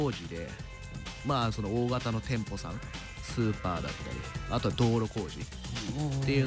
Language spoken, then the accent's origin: Japanese; Hitachinaka, Ibaraki, Japan; 私自身は那珂湊出身なんですけども